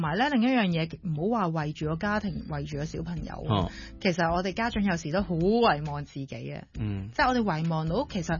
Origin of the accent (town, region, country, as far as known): Hong Kong